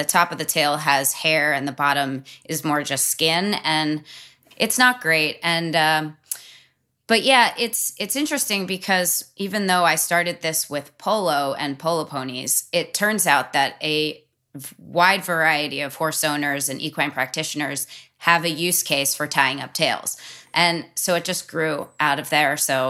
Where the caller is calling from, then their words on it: Indio, California, United States; I'm calling from Indio, California